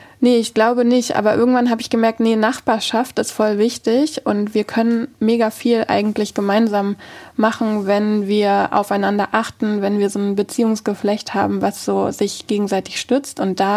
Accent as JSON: {"language": "German", "region": "Hamburg", "country": "Germany", "tie": "born or raised there"}